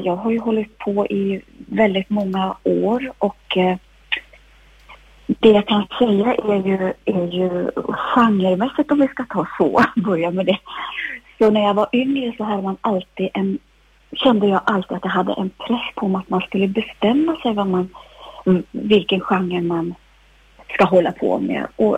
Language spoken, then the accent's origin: Swedish; Östersund, Jämtland County, Sweden; vi kom ju från Jämtland, Östersund.